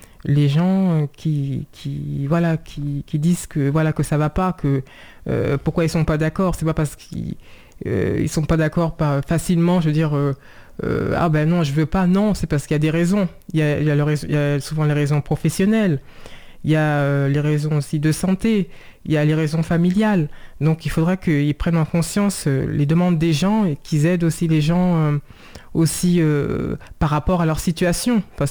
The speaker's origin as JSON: {"language": "French", "town": "Saint-Cloud", "region": "Île-de-France", "country": "France", "tie": "born there", "said": "en tant que bon, citoyenne française, parce que je suis née en France, à Saint-Cloud, dans les Hauts-de-Seine."}